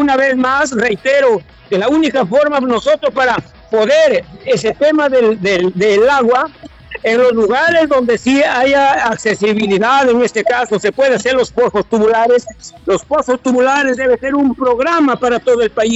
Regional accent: Peru; lo que exigimos los agricultores del Perú

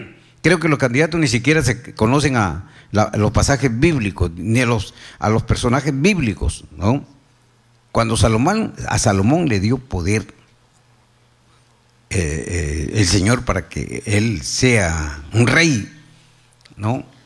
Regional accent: Peru; somos partícipes, parte de este Perú

